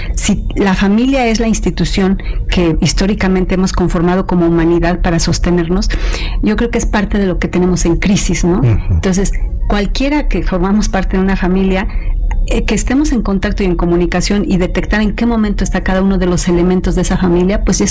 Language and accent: Spanish; Mexico; los mexicanos somos así